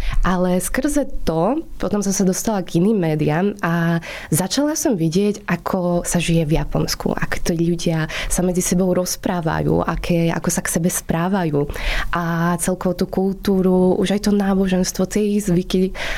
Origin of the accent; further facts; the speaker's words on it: eastern Slovakia, Slovakia; Ja som zo Slovenska, z východného Slovenska konkrétne a študovala som tu na Bratislave na Komenského univerzite odbor japonológia.